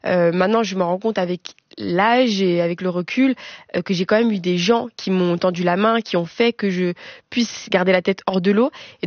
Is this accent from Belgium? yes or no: yes; Tubize, Walloon Brabant, Belgium; also born or lived in Molenbeek; Donc moi je suis née à Molenbeek, j'ai grandi, mais à ce moment-là je déménage vers mes 12 ans à Tubize, une petite ville qui est à côté de Bruxelles.